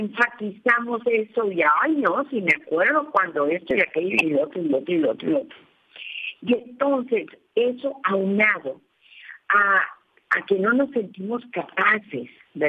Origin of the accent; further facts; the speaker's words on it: Mexico; como mexicanos nos sentimos apocados